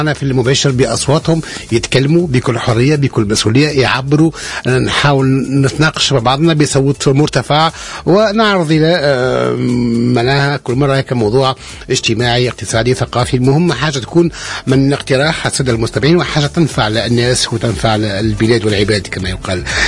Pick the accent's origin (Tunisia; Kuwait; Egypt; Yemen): Tunisia